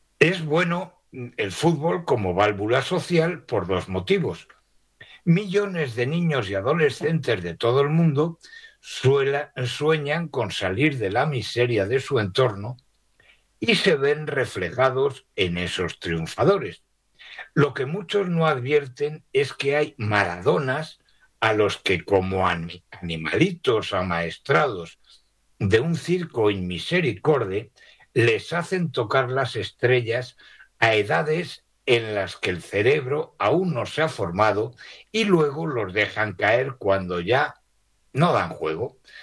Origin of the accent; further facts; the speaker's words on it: Spain; sí, yo soy español, español, español, pero me gustaría que España ganara